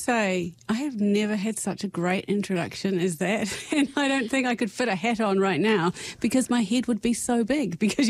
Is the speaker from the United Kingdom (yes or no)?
no; New Zealand; I'm from Aotearoa. I've lived here almost all of my life. I live with my wife and our 19-year-old son.